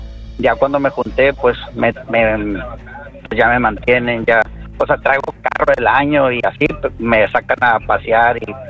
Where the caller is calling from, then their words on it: Reynosa, Tamaulipas, Mexico; De Reynosa.